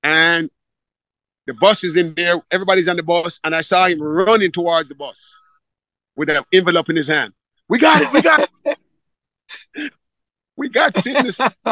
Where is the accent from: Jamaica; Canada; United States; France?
Jamaica; I'm from Jamaica.